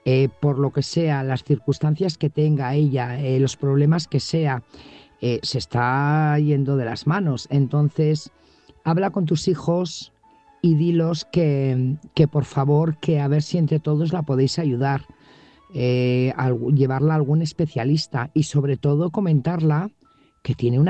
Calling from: Burgos, Castile and León, Spain; corresponsal de Burgos.

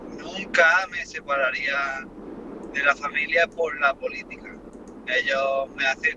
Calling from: Community of Madrid, Spain

